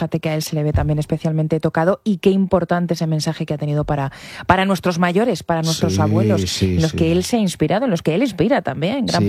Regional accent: Castilla-La Mancha, Spain; Es el humor de José Mota, es la conexión instantánea con mi infancia, con mis raíces, con lo que yo he vivido, con lo que todavía me cuenta mi madre, pues a ti te pasará igual, ¿no? El día a día de La Mancha, de nuestras vecinas

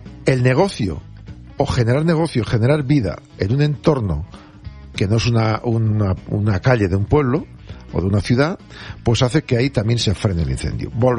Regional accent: Neila, Castile and León, Spain; moved away; Con los pinos de mi pueblo en Neila

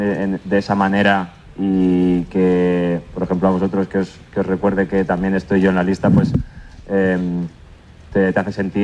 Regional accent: Spain; now in United Kingdom; Yo siempre me siento español, siempre he querido representar a España

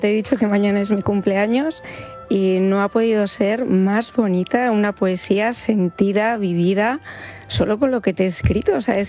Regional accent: Madrid, Community of Madrid, Spain; born there; Y por eso nací en Madrid, ¿no? Y mis padres vivían en Alicante.

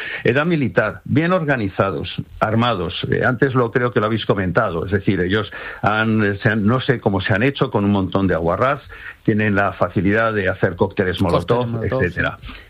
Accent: Spain; Somos españoles, patriotas

